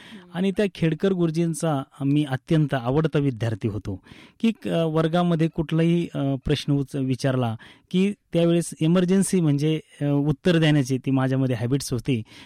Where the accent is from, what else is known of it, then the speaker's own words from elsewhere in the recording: Shiregaon, Maharashtra, India; मी एका शेतकऱ्याचा मुलगा आहे. माझं बालपण शिरेगाव तालुका नेवासा जिल्हा अहिल्यानगर हे एका छोट्याशा खेड्यागावात गेलेलं आहे.